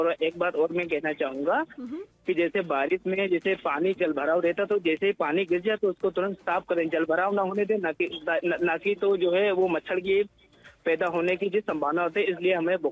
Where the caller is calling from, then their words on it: Rampur Katra, Uttar Pradesh, India; Rampur cutter 12 बैंकी से बात कर रहे।